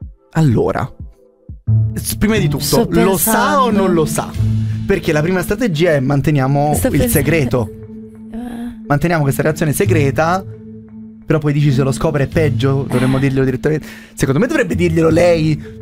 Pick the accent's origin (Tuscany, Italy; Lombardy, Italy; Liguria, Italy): Tuscany, Italy; Poggibonsi; born there; tutte le volte che dico che sono nato a Poggi Bonzi